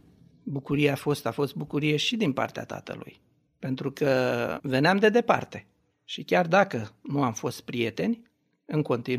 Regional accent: Romania; moved away as an adult; also born or lived in Israel; am plecat cu pământ din România în Israel

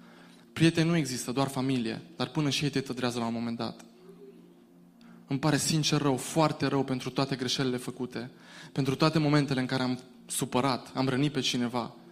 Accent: Baia Mare, Maramureș County, Romania; moved away; eu sunt din Baia Mare

